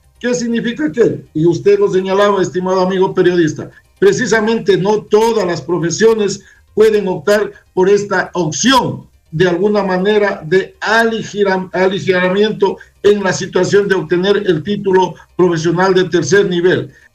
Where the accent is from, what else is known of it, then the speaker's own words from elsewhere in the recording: Ecuador; nosotros como ecuatorianos, como zamoranos, como lojanos